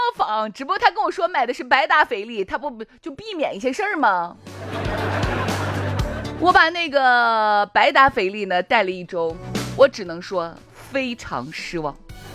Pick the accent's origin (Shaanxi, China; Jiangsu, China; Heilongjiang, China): Shaanxi, China; 我们陕西话是 SS 是个半语子，就是舌头是半，